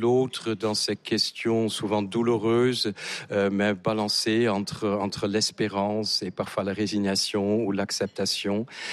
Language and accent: French; Netherlands; French is a second language; moved away as an adult; now in France; Tout à fait, que je n'ai pas perdu depuis les 35 ans que je suis en France. Je suis néerlandais et donc venu il y a 35 ans en France.